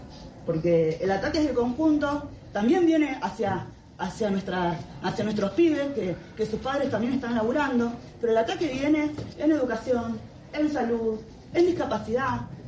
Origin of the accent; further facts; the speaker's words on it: José C. Paz, Buenos Aires Province, Argentina; yo soy de José C. Paz, soy del conurbano profundo de la provincia de Buenos Aires.